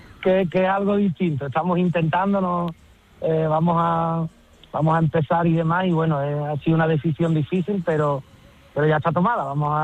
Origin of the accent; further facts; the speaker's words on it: Córdoba, Andalusia, Spain; mi tierra, de Córdoba